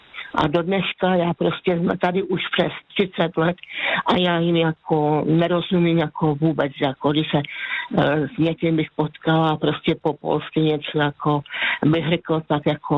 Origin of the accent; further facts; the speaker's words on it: Váh region, Slovakia; Czech is a second language; now in Czech Republic; No, protože prostě já jsem z Vážska, tam je zase jiná řeči, takže vlastně jako myslela jsem, že tu budeme dočasně, jenomže z dočasnosti se stalo už přes 30 let